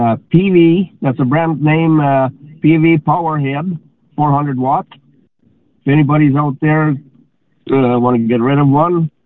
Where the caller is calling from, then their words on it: Petersfield, South East England, United Kingdom; I'm in Petersfield right now, so I'm calling from Petersfield.